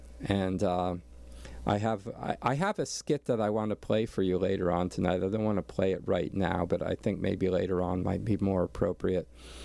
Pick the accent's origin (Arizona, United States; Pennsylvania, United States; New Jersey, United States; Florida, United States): Pennsylvania, United States; Allentown; born there; moved away as an adult; also born or lived in San Francisco; I was born back in Allentown